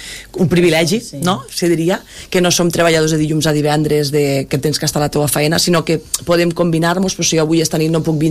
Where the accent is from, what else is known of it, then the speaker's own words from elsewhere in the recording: Roquetes, Catalonia, Spain; crec que vinc de Roquetes